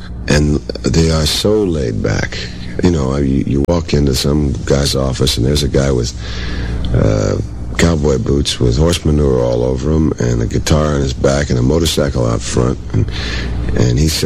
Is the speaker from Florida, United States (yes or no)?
yes; Florida, United States; also born or lived in Georgia; I was born in Georgia, raised in Florida.